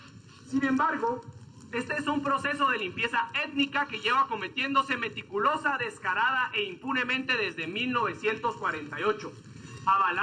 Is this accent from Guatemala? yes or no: yes; Guatemala; Sus posturas en favor de Israel no me representan como guatemalteco y es una pena que como nuestro representante ante el mundo esté del lad